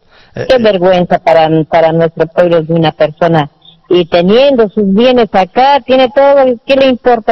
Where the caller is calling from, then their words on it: Peru; es que así somos los peruanos.